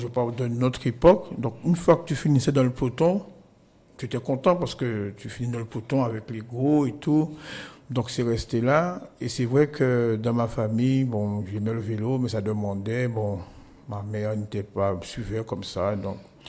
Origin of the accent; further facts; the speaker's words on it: Nord-Grande-Terre, Guadeloupe; je suis un Nord-Grande-Terrien